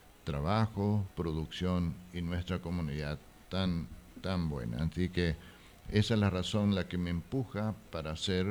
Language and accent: Spanish; Fram, Itapúa, Paraguay; Fran es mi terruño, nuestro terruño.